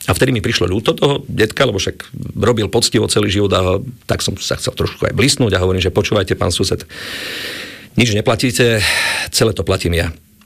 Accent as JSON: {"language": "Slovak", "region": "Prešov Region", "country": "Slovakia", "tie": "born or raised there", "also_born_or_lived": "Lipany", "moved": "yes", "said": "po mojej rodnej dedinke a potom aj po Lipanoch, mestečku, kde som študoval na ľudovej škole umenia v tej dobe"}